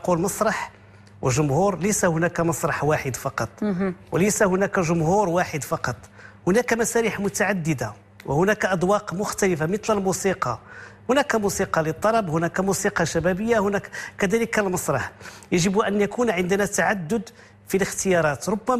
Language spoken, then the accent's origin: Arabic; Meknes, Fès-Meknès, Morocco; اخترت مكناس لأنها مدينتي